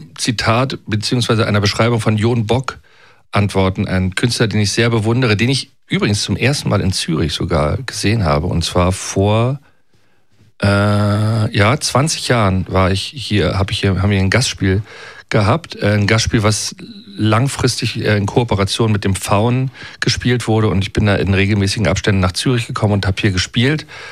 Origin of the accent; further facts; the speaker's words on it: Berlin, Germany; Also man braucht von da, wo ich aufgewachsen bin, in Berlin-Marienfelde, was Tempelhof ist, eine Dreiviertelstunde, bis man am Kurfürstendamm ist.